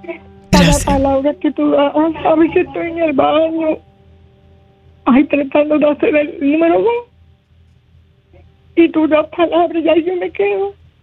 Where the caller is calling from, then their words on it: Sabana Grande, Puerto Rico; de Sabana Grande.